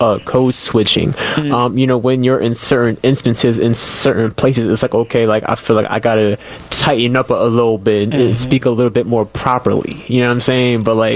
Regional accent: Philadelphia, Pennsylvania, United States; I told him that I was from Philly, and he was like, really? Like, you sound too proper to be from Philly.

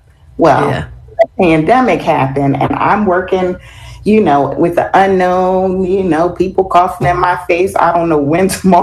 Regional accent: Philadelphia, Pennsylvania, United States; I was always talking about growing up in Philly, growing up in North Philly

